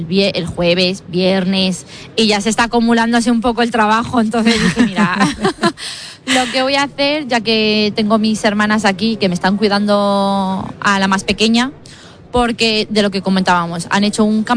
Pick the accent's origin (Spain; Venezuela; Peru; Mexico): Spain; Aldea del Fresno, Community of Madrid; Somos de Aldea del Fresno.